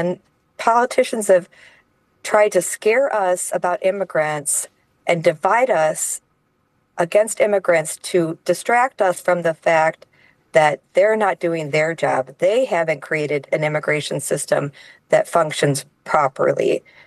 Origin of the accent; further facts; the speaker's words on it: Ohio, United States; born there; I was born in Ohio. It's not a merit badge. I didn't do anything to be born there.